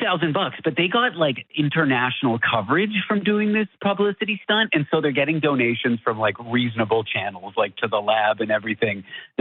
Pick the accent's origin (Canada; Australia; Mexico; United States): Canada; Toronto, Ontario; Poor guy. I'm from Toronto.